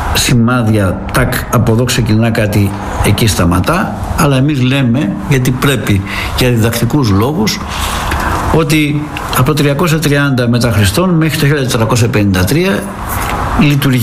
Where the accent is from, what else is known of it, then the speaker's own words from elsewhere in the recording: Thessaloniki, Central Macedonia, Greece; τις γιορτές που γίνονται στην πατρίδα μου τη Θεσσαλονίκη